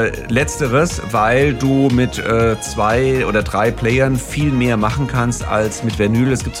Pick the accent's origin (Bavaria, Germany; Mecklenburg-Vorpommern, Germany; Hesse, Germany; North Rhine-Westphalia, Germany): Hesse, Germany; Wiesbaden; Wiesbaden. Natürlich ist Ibiza toll und ein großes Super Bowl-Ziel, aber ich bin dann doch Kind meiner Heimatstadt.